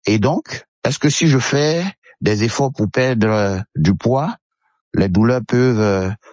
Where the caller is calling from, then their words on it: Bouaké, Vallée du Bandama, Côte d’Ivoire; Je vous appelle de Bouaquet en Côte d'Ivoire. Alors, j'ai 57 ans